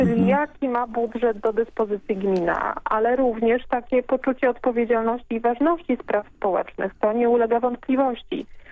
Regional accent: Pomeranian Voivodeship, Poland; u nas na Pomorzu

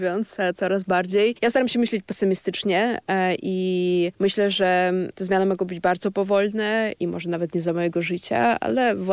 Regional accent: Russia

